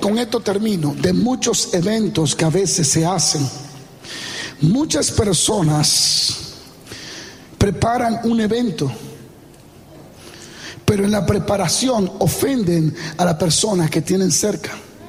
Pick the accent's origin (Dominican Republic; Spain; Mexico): Dominican Republic